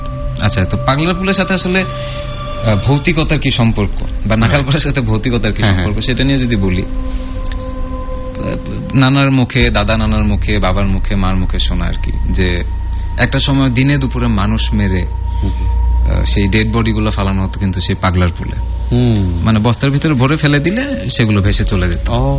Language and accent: Bangla; Dhaka, Dhaka Division, Bangladesh; তো দুই নাম্বার মাঠে বেসিক্যালি আমাদের ছোটবেলা থেকে বড় হওয়া, আমরা দুই নাম্বার মাঠে খেলাধুলা করতাম।